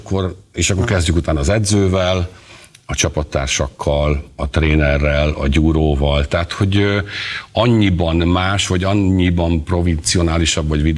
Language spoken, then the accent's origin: Hungarian; Debrecen, Hajdú-Bihar, Hungary; mint Pécs, mint Debrecen, ugye én debreceni vagyok